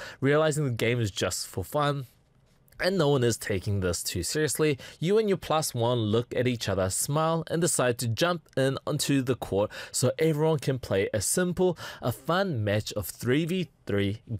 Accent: New Zealand; I never played basketball because I was a small Asian kid amongst all the tall, you know, Kiwis in New

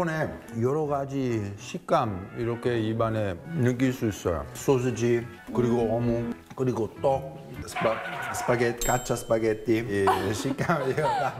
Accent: Italy; Korean is a second language; now in South Korea; 저는 이탈리아 사람 있잖아요.

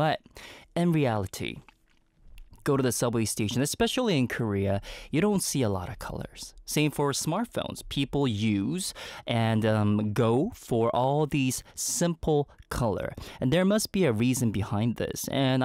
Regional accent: Canada; Growing up in Canada

